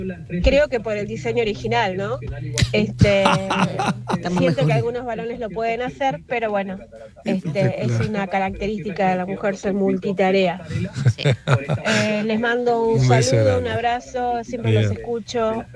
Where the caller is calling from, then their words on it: Escobar, Buenos Aires Province, Argentina; soy de Escobar.